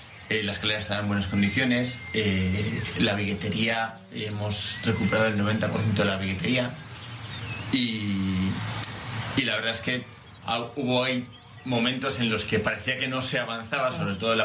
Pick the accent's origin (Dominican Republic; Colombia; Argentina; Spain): Spain; Santoña, Cantabria